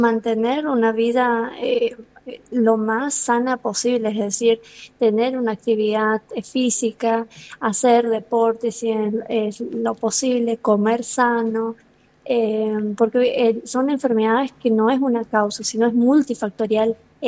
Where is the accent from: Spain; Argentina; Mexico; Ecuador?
Argentina; Misiones; moved away as an adult; now in Mendoza, Argentina; Salí de Misiones porque allá la parte de investigación de neurociencia y biomédica no está avanzada, entonces quería buscar una buena ciencia, por eso me vine a Mendoza.